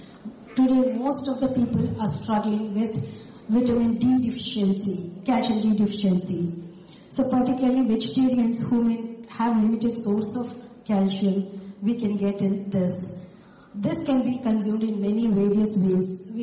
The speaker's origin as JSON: {"language": "English", "region": "Andhra Pradesh", "country": "India", "said": "from Andhra Pradesh. I am a coordinator and a small gist I would like to tell about my center. My center is on the fence of a forest called Kaundinya, which runs across Chittoor district."}